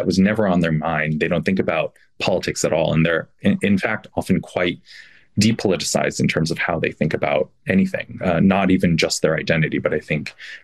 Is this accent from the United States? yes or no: yes; Florida, United States; I grew up in Florida. I had Korean parents, but I also went to a Baptist school, a white Baptist school in the South.